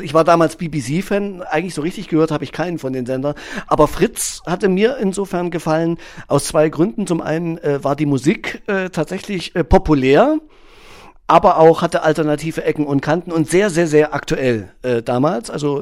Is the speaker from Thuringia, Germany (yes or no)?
yes; Thuringia, Germany; mit einer Katja Wolf zusammen, die jetzt Finanzministerin in Thüringen, meiner Heimat, ist.